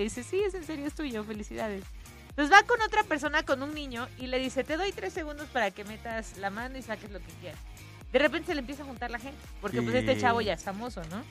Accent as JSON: {"language": "Spanish", "country": "Mexico", "said": "nos caracterizan como mexicanos"}